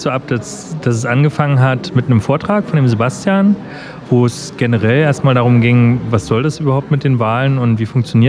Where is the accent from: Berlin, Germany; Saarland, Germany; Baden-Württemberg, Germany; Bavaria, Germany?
Berlin, Germany; moved away; ich komme ja ursprünglich aus Berlin